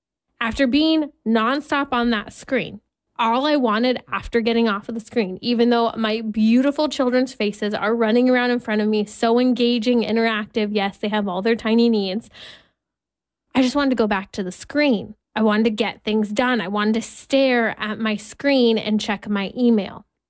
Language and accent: English; California, United States; Because I love my home state of California.